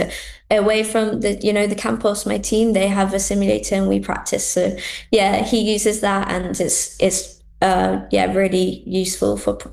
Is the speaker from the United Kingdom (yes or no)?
yes; United Kingdom; being a British driver